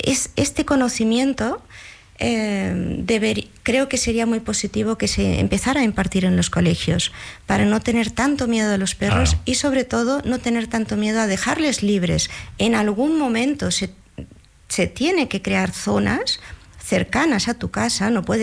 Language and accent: Spanish; Spain; now in Germany; ya que somos españoles o de influencia latinoamericana y vivimos en Alemania